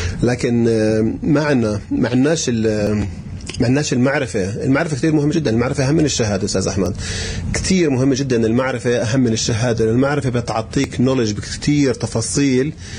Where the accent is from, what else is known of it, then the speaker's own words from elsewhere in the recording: Jerusalem, Palestine; احنا عندنا بلوعة في القدس عمرها 3000 سنة.